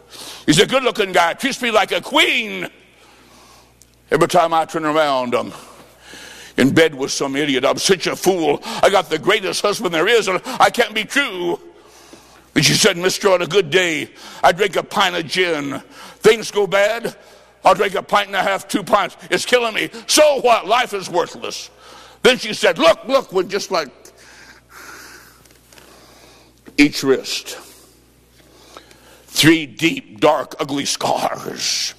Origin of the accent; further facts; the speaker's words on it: Illinois, United States; I said, "Mine, I'm from Illinois. Back there is 20 below. Thank you for sharing your weather."